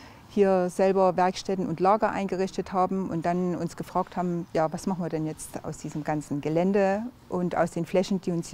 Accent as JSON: {"language": "German", "town": "Eibenstock", "region": "Saxony", "country": "Germany", "tie": "born or raised there", "said": "Obwohl ich hier gebürtig aus Eibenstock bin, hatte ich zu diesem Ort als Kind nie einen Bezug."}